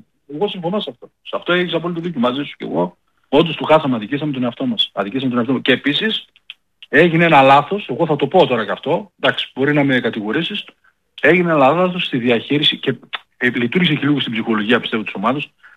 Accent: Thessaloniki, Central Macedonia, Greece; Θεσσαλονικιός είμαι, καταγωγή έχω από Καρδίτσα.

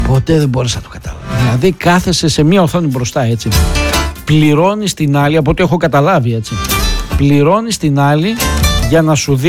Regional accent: Greece

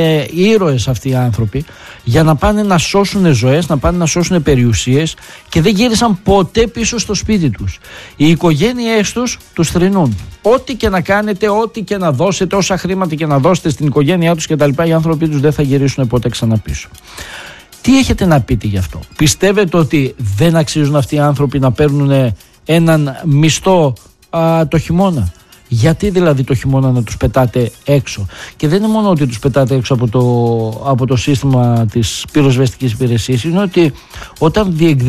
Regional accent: Greece

